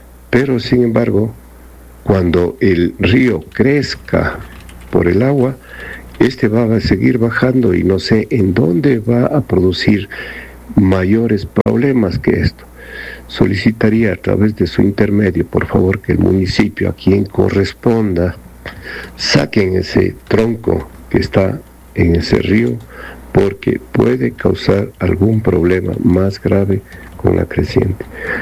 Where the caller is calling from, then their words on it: Cuenca, Azuay, Ecuador; Soy un morador de Puertas del Sol.